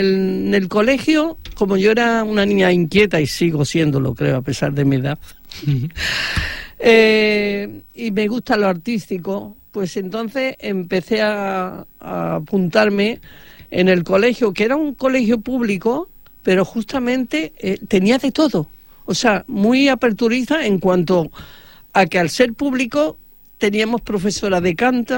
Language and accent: Spanish; Seville, Andalusia, Spain; moved away as an adult; now in Catalonia, Spain; mi niñez se desarrolló en Triana al 100%, mis primeros estudios en la calle, en el Colegio de San Jacinto de Triana. La verdad, hasta me casé, ya viviendo en Cataluña